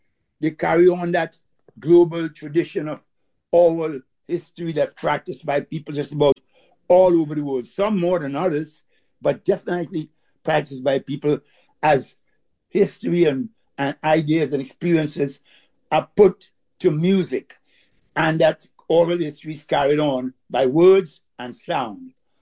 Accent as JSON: {"language": "English", "country": "Trinidad & Tobago", "said": "I'm from Trinidad."}